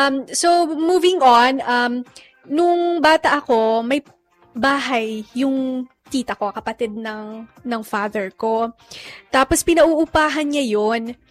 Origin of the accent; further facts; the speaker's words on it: Cagayan Valley, Philippines; moved away; taga-Batanes ako.